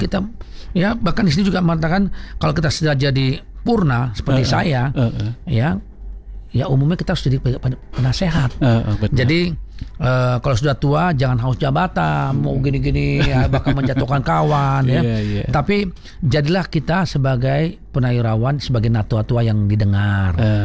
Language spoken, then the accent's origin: Indonesian; North Sumatra, Indonesia; kita bangga ya sebagai orang Batak.